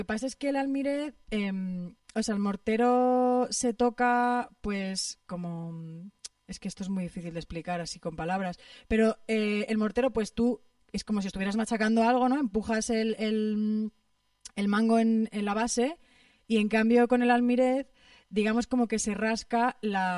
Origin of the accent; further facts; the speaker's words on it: Extremadura, Spain; en mi zona de Extremadura, o sea, en mi pueblo